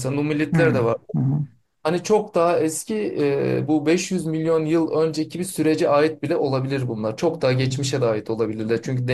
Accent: Darende, Malatya, Turkey; Ben aslen Malatyalıyım. Malatya'nın Darende'ye bağlı Ağılbaşı köyünde doğdum.

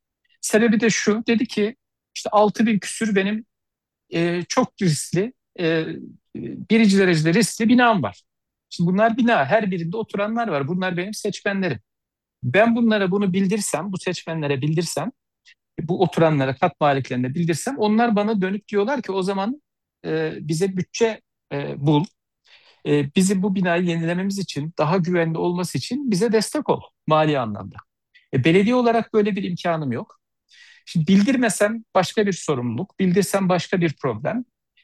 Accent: Yahşihan, Kırıkkale, Turkey; ben de Kırıkkaleliyim. Maalesef benim memleketimden, Yahşahan ilçesinden

